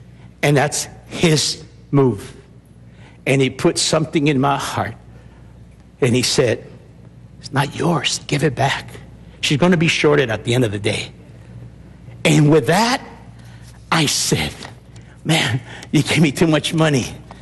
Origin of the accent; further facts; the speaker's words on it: Montebello, California, United States; I'm from Montebello.